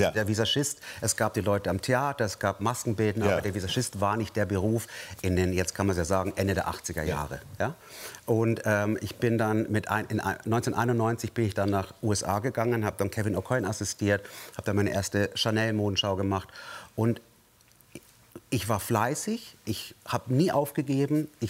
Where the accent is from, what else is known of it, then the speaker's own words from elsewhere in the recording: Bavaria, Germany; Also ich komme aus Bayern